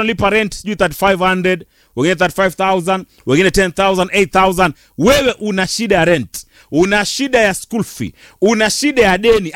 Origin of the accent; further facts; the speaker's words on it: Kenya; Mimi ni Mkenya wa kawaida.